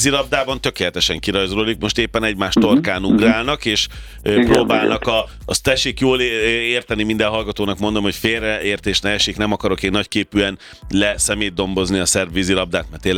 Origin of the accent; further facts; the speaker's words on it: Hungary; vagy mi magyarok vagyunk az egyik legboldogabbak